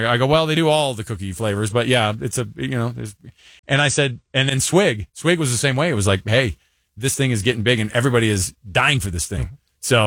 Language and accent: English; Utah, United States; We told them, oh, we're from Utah.